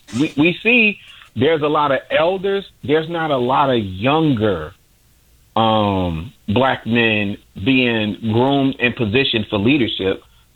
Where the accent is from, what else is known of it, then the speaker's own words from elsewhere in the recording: Chicago, Illinois, United States; moved away as an adult; also born or lived in Atlanta / Detroit; I'm born and raised in Chicago. I grew up in Roseland. I lived in Atlanta for 20 years.